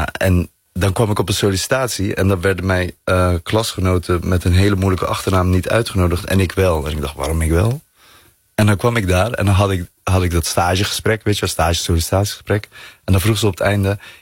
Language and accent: Dutch; North Brabant, Netherlands; Nee, want ik kom uit West-Brabant en daar was discriminatie best wel gewoon veel voorkomend.